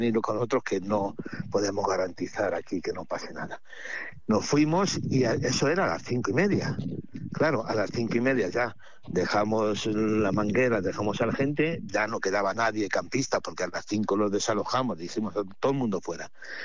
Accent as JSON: {"language": "Spanish", "town": "Casillas", "country": "Spain", "said": "yo soy de Casillas, un pueblo de aquí al lado, y empecé a apagar fuego con 10 años."}